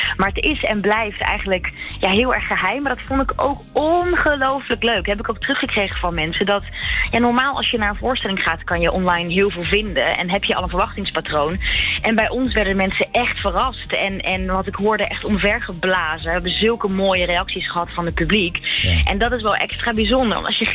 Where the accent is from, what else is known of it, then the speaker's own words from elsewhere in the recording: Netherlands; Dus het was heel uniek dat ik als Nederlander daarbij mocht zijn.